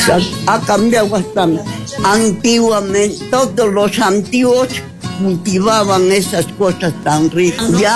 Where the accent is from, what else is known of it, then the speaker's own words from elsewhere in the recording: Cayma, Arequipa, Peru; Soy del pueblo de la Caima Tomilla